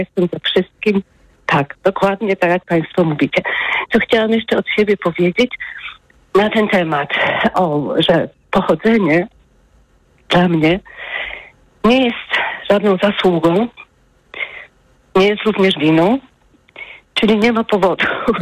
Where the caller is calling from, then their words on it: Berlin, Germany; Ja mieszkam w Berlinie, ale obecnie jestem na urlopie w Słowenii. I dzwonię z komórki